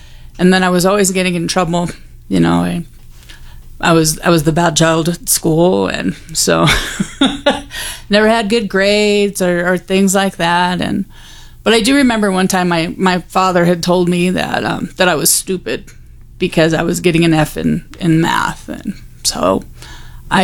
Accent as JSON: {"language": "English", "region": "Colorado", "country": "United States", "tie": "born there", "also_born_or_lived": "Wisconsin", "said": "we moved from Wisconsin to Colorado."}